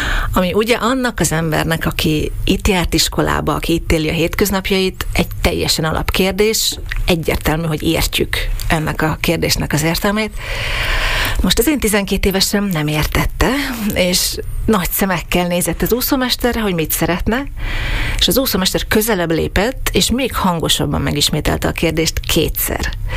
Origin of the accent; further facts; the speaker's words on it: Komárno, Nitra Region, Slovakia; moved away as an adult; now in Vienna, Austria; Én Révkomáromból származom, a férjem is ott született, és már fiatal házasokként vándoroltunk ki kvázi Bécsben